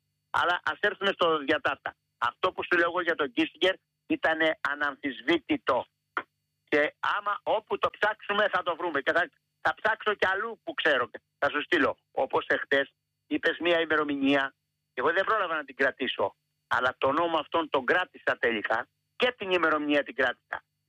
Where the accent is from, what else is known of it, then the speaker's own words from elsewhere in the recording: Kalavryta, Peloponnese, Greece; γιατί κατάγομαι από Πελοπόννησο, Μανώλη, και από Καλάβρητα, Μανώλη